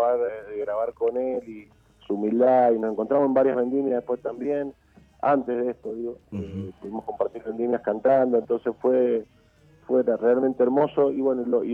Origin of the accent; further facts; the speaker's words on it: Mendoza, Argentina; siendo músico y siendo mendocino